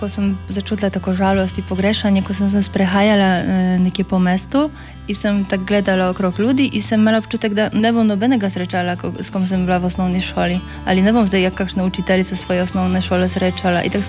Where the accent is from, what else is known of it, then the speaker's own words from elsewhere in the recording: Poland; Slovenian is a second language; now in Slovenia; ko imam že 2 državljanstva, ko sem tukaj, se počutim kot Slovenka, počutim se doma, ampak tudi, ko pridem na Poljsko, še vedno moja identiteta, moje korenine tam ostale.